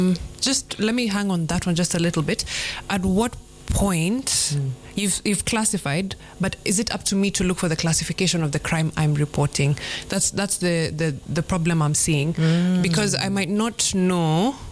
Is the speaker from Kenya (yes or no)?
yes; Kenya; If it's assault, I'm a Kenyan. I don't understand the difference between assault and battery, for example.